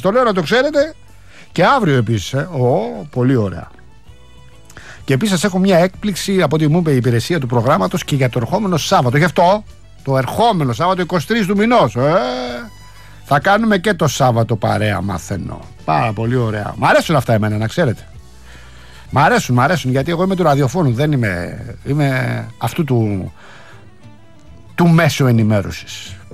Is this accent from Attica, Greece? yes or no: yes; Attica, Greece; 18 στην πατρίδα μου στα Ανατολικά Προάστια.